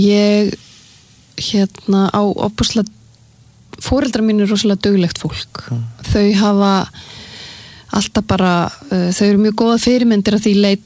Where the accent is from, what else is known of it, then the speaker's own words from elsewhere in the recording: Sweden; ég alinn upp í Svíþjóð alinn upp við að læra tvö tungumálum sama tíma